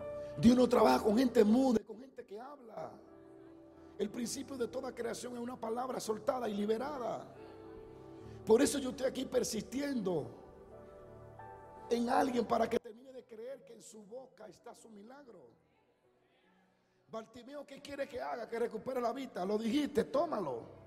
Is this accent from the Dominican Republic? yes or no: yes; Dominican Republic; Ustedes saben que en mi país la luz no es que viene, no es que se va, es que no viene casi. Pero amamos nuestro país.